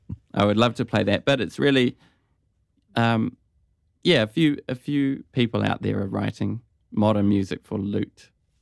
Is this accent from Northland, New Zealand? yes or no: no; Timaru, Canterbury, New Zealand; moved away as an adult; now in Australia; Yeah, so I then I moved to Australia to study a beginner masters of music and classical guitar